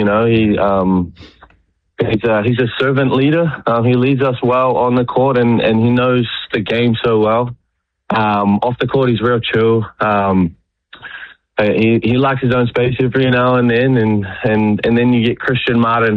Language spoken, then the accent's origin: English; Hamilton, Waikato, New Zealand; I grew up in Hamilton, went to a little Māori school, and then spent 3 years at Hamilton Boys High